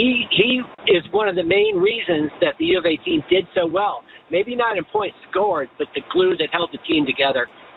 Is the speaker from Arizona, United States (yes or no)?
yes; Phoenix, Arizona, United States; now in Tucson, United States; I'm in Tucson. Grew up in Phoenix, so I enjoy listening to the show, connection back to home.